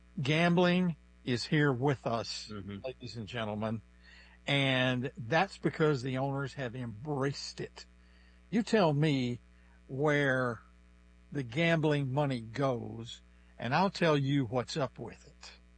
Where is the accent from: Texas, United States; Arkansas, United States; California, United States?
Texas, United States; Fairfield; When I was 10 years old, John Glenn came to deer hunt in my hometown of Fairfield, Texas, which is 90 miles south of Dallas and 161 miles north of NASA.